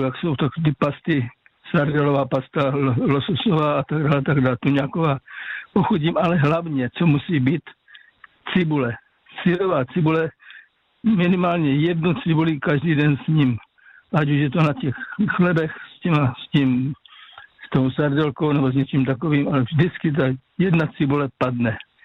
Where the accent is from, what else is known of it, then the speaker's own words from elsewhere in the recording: Moravian Slovakia, Czechia; tak já pocházím z Moravskoslovácka, to už víte